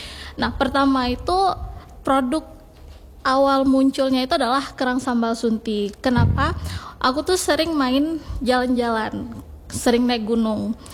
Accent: Aceh, Indonesia; karena kita orang Aceh

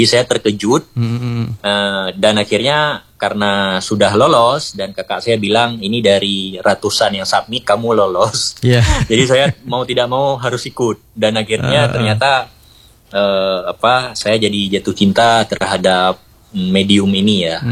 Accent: Aceh, Indonesia

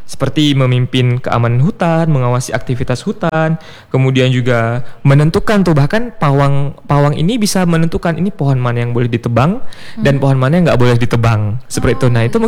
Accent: Aceh, Indonesia

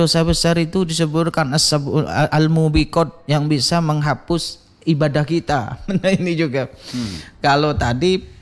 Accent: Madura, Indonesia; saya kan orang Madura.

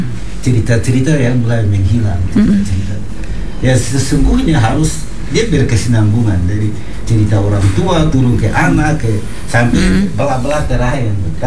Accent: Fakfak, West Papua, Indonesia; kita di Fakfak ini

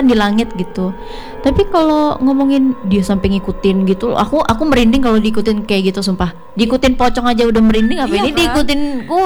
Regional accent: Java, Indonesia; Aku kan rantauan nih, aku dari Jawa gitu.

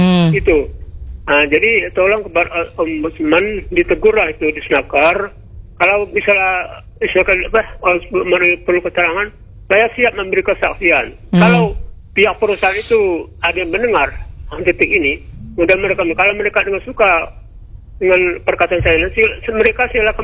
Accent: Indonesia; Mana saya ini orang asli Indonesia pertama kan

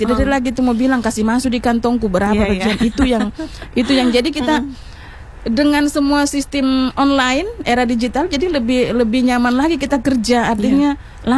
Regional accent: Southeast Sulawesi, Indonesia; Memang saya suku Munan tapi kita besar di sini. Dan saya itu lebih banyak menguasai bahasa-bahasa lagu-lagu daerah Tolaki.

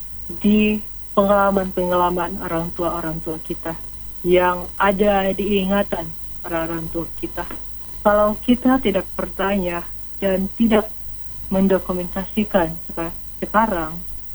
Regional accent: North Sulawesi, Indonesia; born there; kita bisa bangga menjadi Nusa Utara karena kita anak yang lahir di situ

